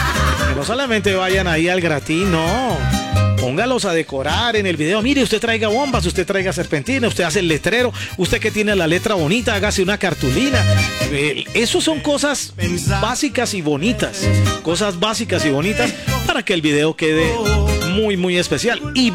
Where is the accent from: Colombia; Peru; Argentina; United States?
Colombia